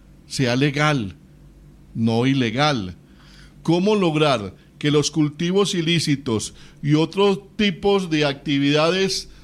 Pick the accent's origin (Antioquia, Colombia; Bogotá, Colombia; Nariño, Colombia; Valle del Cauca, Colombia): Antioquia, Colombia